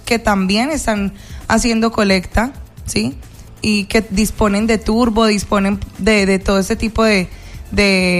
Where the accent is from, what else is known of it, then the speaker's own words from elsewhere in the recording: La Victoria, Valle del Cauca, Colombia; born there; Nací en la Victoria